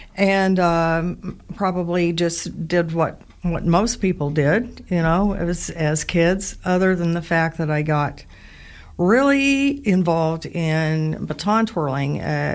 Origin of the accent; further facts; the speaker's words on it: Washington, United States; moved away; also born or lived in Phoenix, Arizona; I actually grew up in Washington, north of here